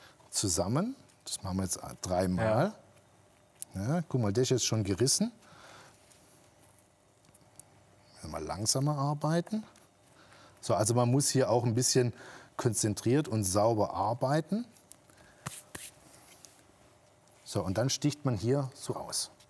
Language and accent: German; Baden-Württemberg, Germany; Also das ist ja wie bei uns im Schwabenland Maultaschen.